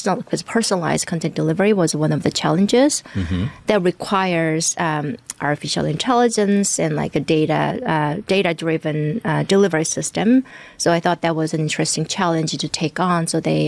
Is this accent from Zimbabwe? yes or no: no; South Korea; I mean, I think growing up in South Korea, I didn't know what are the career options that I had.